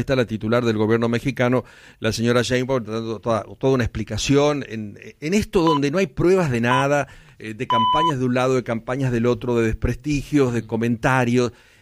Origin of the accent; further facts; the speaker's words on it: Argentina; somos argentinos